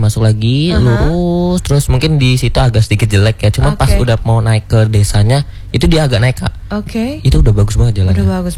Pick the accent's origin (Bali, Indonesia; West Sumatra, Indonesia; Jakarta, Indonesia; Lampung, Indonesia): Lampung, Indonesia; Natar; Aku kan dari Lampung juga, Lampung Selatan, di Natar.